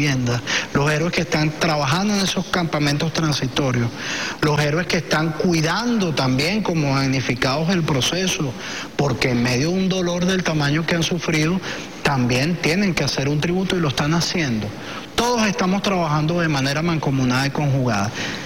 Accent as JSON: {"language": "Spanish", "country": "Venezuela", "said": "nos caracteriza como venezolanos"}